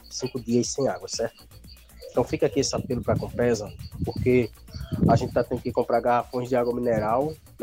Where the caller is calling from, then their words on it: Jaboatão dos Guararapes, Pernambuco, Brazil; sou daqui do bairro de Cavaleiro, região do Alto do Cristo